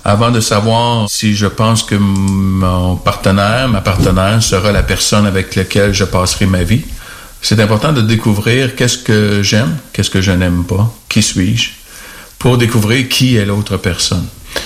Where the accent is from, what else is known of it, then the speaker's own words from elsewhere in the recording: Quebec, Canada; c'est certain que parfois, chez nous, au Québec, les étudiants ont le droit à des prêts et des bourses d'études